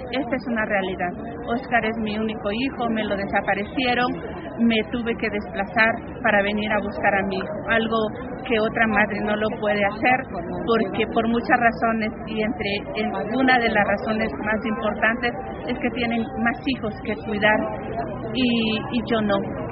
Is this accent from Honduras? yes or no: yes; Honduras; Él es hondureño, igual que yo, y hace más de 16 años que mi hijo fue desaparecido en este estado